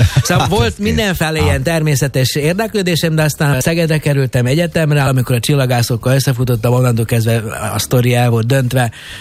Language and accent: Hungarian; Horgoš, Vojvodina, Serbia; moved away; én Horgoson nőttem föl Jugoszláviában, akkor azt még úgy hívták, a Röszke-Horgos országhatárnak a déli oldalán